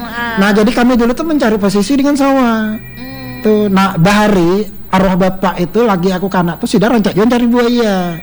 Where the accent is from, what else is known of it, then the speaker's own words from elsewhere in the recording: East Kalimantan, Indonesia; dari Kutai Timur